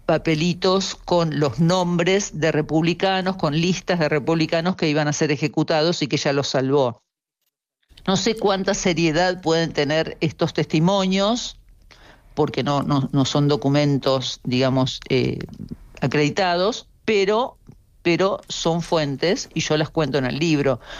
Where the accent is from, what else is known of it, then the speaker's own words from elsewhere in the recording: Argentina; also born or lived in Uruguay; yo soy argentina